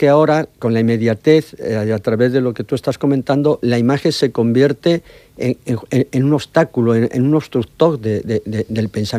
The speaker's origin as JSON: {"language": "Spanish", "country": "Mexico", "said": "Yo vengo de México."}